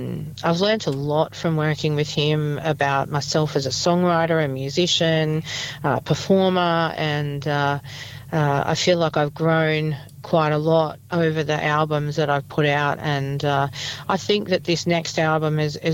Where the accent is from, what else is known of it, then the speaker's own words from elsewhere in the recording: Newcastle, New South Wales, Australia; also born or lived in Central Coast; I grew up in Newcastle. I did live on the Central Coast for quite a few years, especially when my boys were young. But my heart belonged to this city, and I made the move back up to Newcastle.